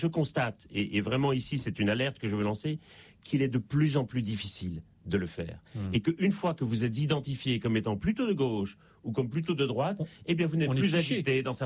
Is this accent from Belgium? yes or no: yes; Belgium; now in Paris, France; ça s'entend un peu d'ailleurs à mon accent, je suis en Belgique et je ne suis pas né en France, même si j'habite